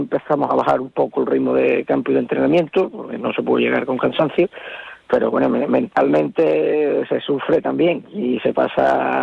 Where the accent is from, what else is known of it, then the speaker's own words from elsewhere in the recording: Jerez de la Frontera, Andalusia, Spain; moved away as an adult; now in Madrid, Spain; como jerezano, como torero